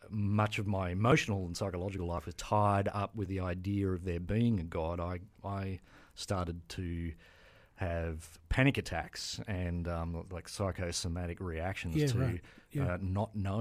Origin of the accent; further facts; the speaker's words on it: Wangaratta, Victoria, Australia; born there; also born or lived in Central Coast, New South Wales; now in Gosford, Australia; I was born in Victoria, in Wangaratta.